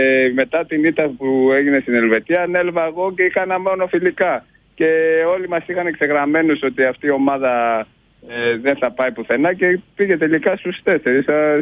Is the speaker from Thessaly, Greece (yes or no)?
yes; Thessaly, Greece; που είμαστε από Θεσσαλία.